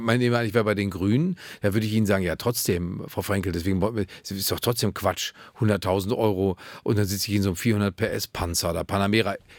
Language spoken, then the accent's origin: German; Germany; Aber wir sind also beide diese, Deutsche. Wir sind beide Deutsche, was sollen wir sonst machen?